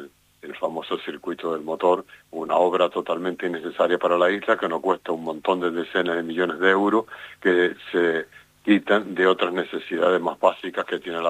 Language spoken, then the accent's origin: Spanish; Canary Islands, Spain